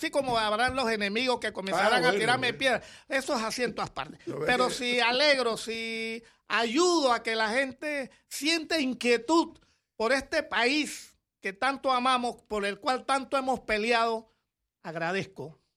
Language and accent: Spanish; Panama